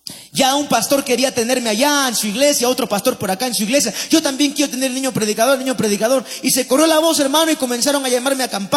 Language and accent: Spanish; Paiján, La Libertad, Peru; llegaron las vacas flacas, como decimos, en mi pueblo. Llegó como una especie de hambruna ahí en Paiján, no había que comer